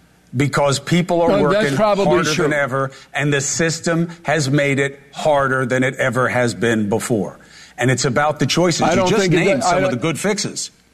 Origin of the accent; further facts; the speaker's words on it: New York, United States; When you and I grew up in Queens, Bill